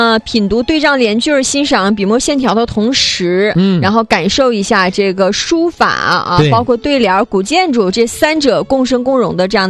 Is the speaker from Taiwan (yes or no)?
no; Northeast China, China; 我们的家乡东北，